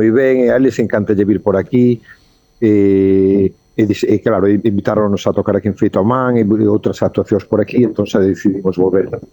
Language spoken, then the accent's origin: Galician; Santiago de Compostela, Galicia, Spain; dos miembros son eu, que son galego de aquí, de Santiago.